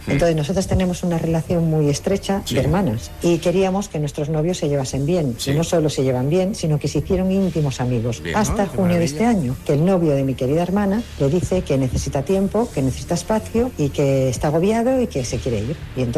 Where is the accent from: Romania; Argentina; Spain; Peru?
Spain; A Coruña, Galicia; soy de La Coruña.